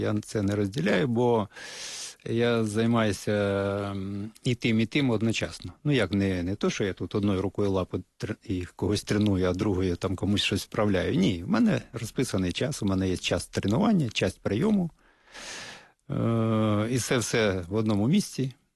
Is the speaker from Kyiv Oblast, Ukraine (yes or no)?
yes; Hrebinky, Kyiv Oblast, Ukraine; born there; Народився під Києвом в Гребінках.